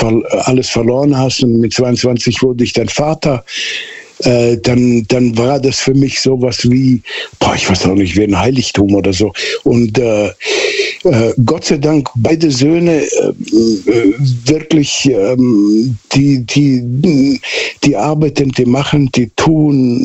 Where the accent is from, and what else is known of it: Southern Germany, Germany; born or raised there